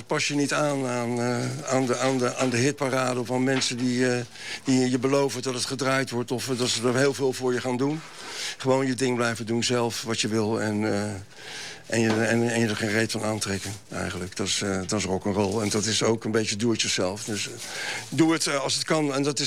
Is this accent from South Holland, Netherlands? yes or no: yes; The Hague, South Holland, Netherlands; now in Amsterdam, Netherlands